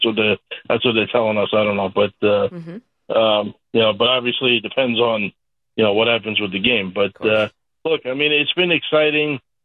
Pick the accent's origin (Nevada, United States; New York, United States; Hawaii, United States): New York, United States; Plainedge; now in Ronkonkoma, United States; the Plain Edge is my alma mater where I grew up.